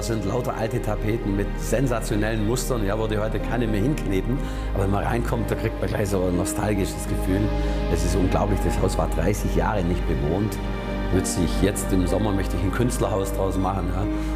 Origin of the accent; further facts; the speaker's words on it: Bavaria, Germany; bin ich aus dem Allgäu.